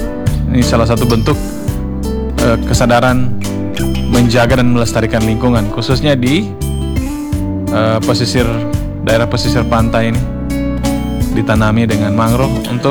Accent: Palu, Central Sulawesi, Indonesia; kita sebagai warga Kota Palu dan sekitarnya

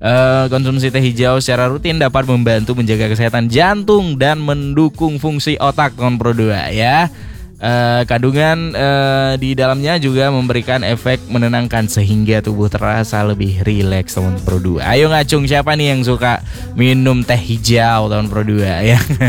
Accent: Aceh, Indonesia; apalagi kita warga Aceh ya.

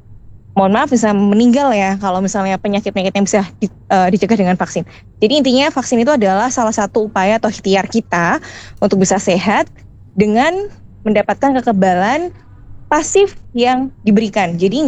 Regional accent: Surakarta, Central Java, Indonesia; karena saya kan dari Solo ya, kemarin itu di Jawa Tengah sama Jogja itu sempat diberikan untuk anak SD.

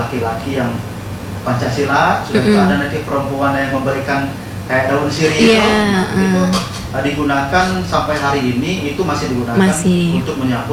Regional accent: Bengkulu, Indonesia; memang saya dibesarkan di Bengkulu Utara itu betul-betul dari orang tua, bapak saya dan ibu saya orang Rejang.

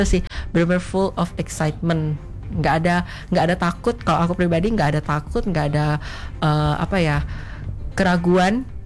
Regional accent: Indonesia; now in United States; Aku juga sendirian sebagai orang Indonesia di daerah aku.

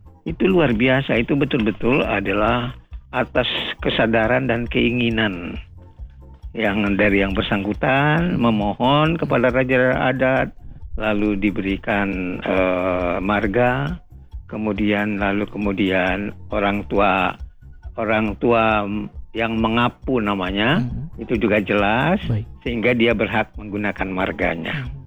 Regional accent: North Sumatra, Indonesia; saya adalah berasal dari Angkola, Tapanuli Selatan

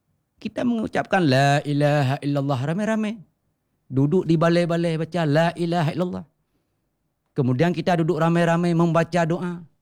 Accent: Aceh, Indonesia; Kita orang Aceh, orang Indonesia.

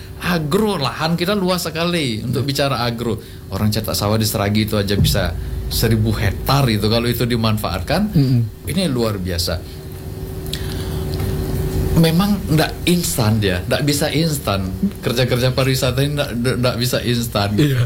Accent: Lampung, Indonesia; born there; also born or lived in Nusa Penida, Bali; walaupun saya orang Bali gitu, orang tua yang dari Bali, saya lahir di Lampung, kira-kira gitu. Saya lahir di Lampung. Kampung saya di Bali itu, di Nusa Penida itu, Nusa Lembongan

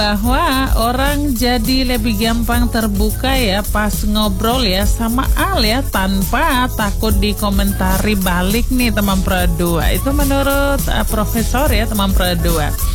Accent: Merauke, South Papua, Indonesia; Tapi kalau kita bilang kita orang Merauke biasa bilang itu baku bawa mulut ya.

